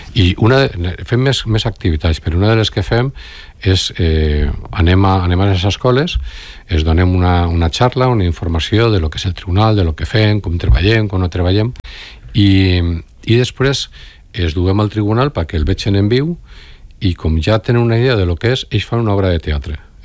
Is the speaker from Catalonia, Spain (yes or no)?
no; Alboraia, Valencian Community, Spain; jo soc d'Alboraia, en la meva zona, el Màser, Alboraia, Tavernes, que és on rega Rascanya